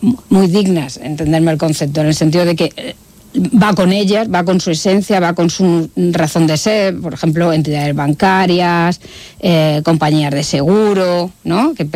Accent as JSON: {"language": "Spanish", "town": "Alicante", "region": "Valencian Community", "country": "Spain", "said": "de la inspección de trabajo de Alicante, que es de donde yo vengo"}